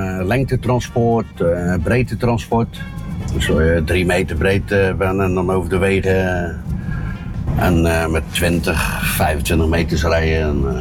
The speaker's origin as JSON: {"language": "Dutch", "town": "Dordrecht", "region": "South Holland", "country": "Netherlands", "tie": "born or raised there", "said": "55 jaar. Geboren en getogen in Dordrecht."}